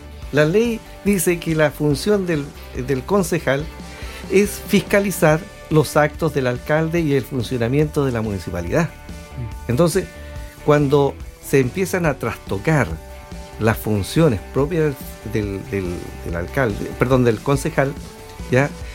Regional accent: Coquimbo, Chile; coquimbanos netos. Yo nací, ya, nací en Coquimbo, me crié y me malcrié, dicen algunos, ¿ya? En Coquimbo.

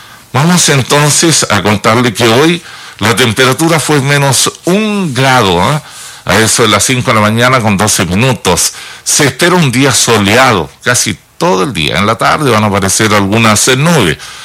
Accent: Chile; Así somos los chilenos nuestros

